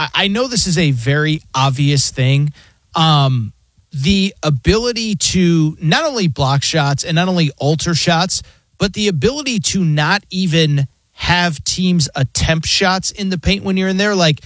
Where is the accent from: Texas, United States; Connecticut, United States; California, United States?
Connecticut, United States; growing up in Connecticut, we watch basketball.